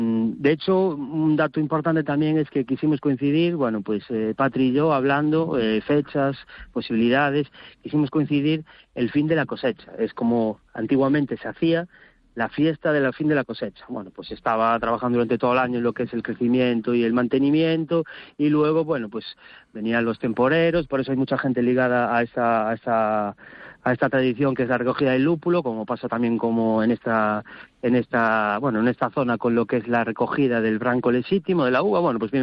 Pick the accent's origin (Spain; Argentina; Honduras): Spain; A Coruña, Galicia; moved away as an adult; now in Betanzos, Spain; yo soy de Coruña, pero yo llevo ya aquí 15 años viviendo